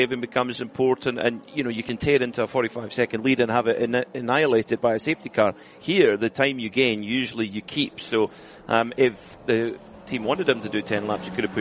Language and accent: English; Scotland, United Kingdom; And I'm Scottish, so that, you know, that's a hard end pound.